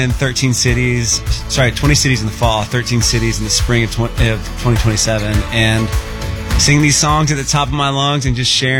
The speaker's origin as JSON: {"language": "English", "town": "Atlanta", "region": "Georgia", "country": "United States", "said": "We're both from Atlanta, so we're, you know, relatively local to each other"}